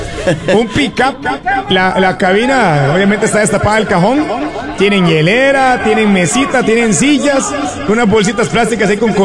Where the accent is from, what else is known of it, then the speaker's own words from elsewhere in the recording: Turrialba, Cartago, Costa Rica; mi pueblo Turrialba